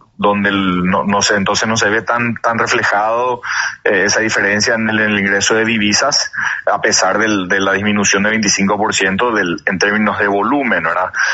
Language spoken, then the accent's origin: Spanish; Paraguay